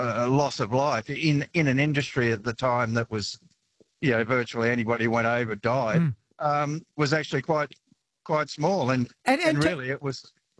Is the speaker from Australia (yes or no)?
yes; Eden, New South Wales, Australia; I'm from Eden, sorry, and yeah. Or down the Eden